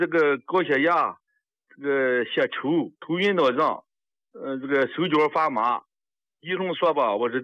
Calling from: Linyi, Shandong, China; 常老师，我是山东临沂的。

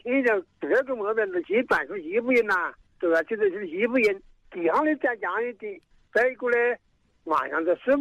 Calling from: Hunan, China; 我是湖南老爹。

